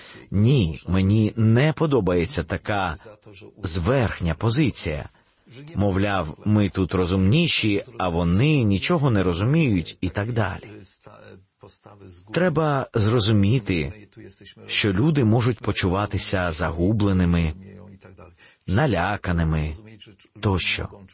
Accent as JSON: {"language": "Ukrainian", "country": "Poland", "said": "ми тоді не питали, що ми з цього матимемо, як поляки."}